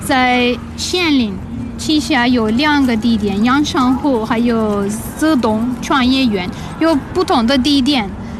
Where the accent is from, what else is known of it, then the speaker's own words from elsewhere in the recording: Netherlands; now in Nanjing, China; 我们来自荷兰的，十年之前来中国